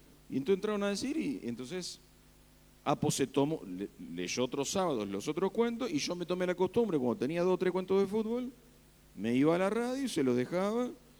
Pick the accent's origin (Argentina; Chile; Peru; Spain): Argentina; Castelar, Buenos Aires Province; yo me crié en Castelar, no es tan distinto. Está bien, no teníamos campo alrededor